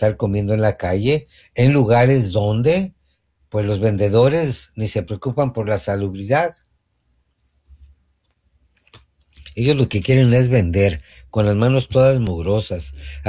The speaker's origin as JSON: {"language": "Spanish", "region": "Mexico City", "country": "Mexico", "tie": "born or raised there", "said": "Yo nací en el DF y nací en un barrio"}